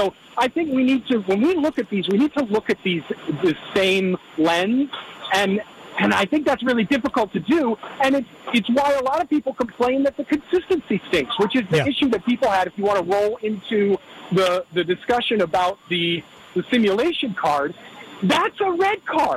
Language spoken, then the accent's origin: English; United States